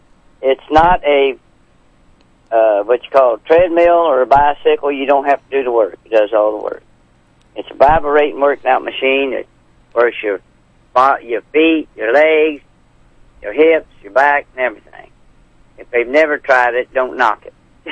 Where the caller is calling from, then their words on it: Franklin, Missouri, United States; Franklin, Missouri.